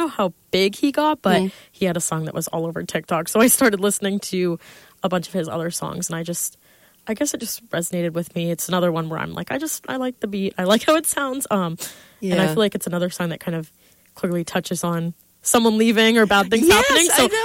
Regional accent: Westbrook, Maine, United States; now in Portland, United States; Yeah, I'm from Maine. I'm right from Westbrook, so literally 10, 15 minutes away, but I still live on campus in Portland.

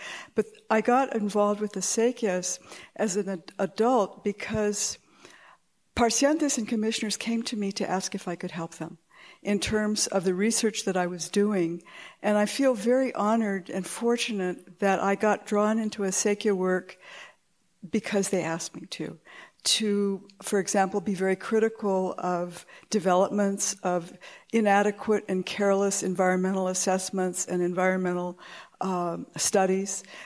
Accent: Taos, New Mexico, United States; When I was growing up in Taos, I grew up about a block or two north, what would be a block or two north of the plaza, and the entire neighborhood was a latticework of acequias that no longer exists.

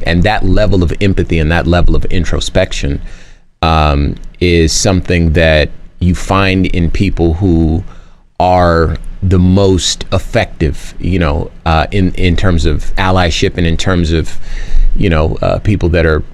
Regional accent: Compton, California, United States; I've lived a life that I You know, I'm from Compton.

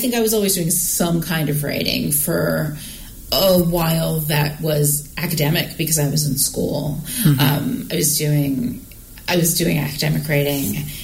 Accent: Maryland, United States; moved away as an adult; also born or lived in Virginia / Delaware; I was born in Maryland, and I lived there until I went to college.

